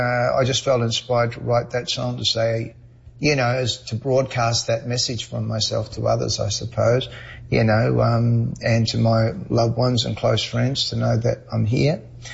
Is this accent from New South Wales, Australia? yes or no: no; Queensland, Australia; moved away; in Queensland, of all places, very near to my hometown.